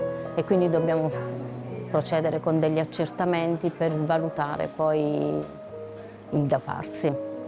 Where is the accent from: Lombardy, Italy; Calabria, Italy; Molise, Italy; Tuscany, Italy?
Molise, Italy; Campobasso; Noi siamo di Campobasso, in Molise.